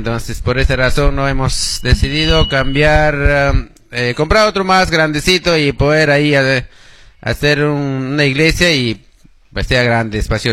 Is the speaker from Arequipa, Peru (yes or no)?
no; Huaro, Cusco, Peru; also born or lived in Urcos; now in Madre de Dios, Peru; yo soy natural de Urcos, generalmente no es Urcos, sino Huaro, ¿no? Soy guareño.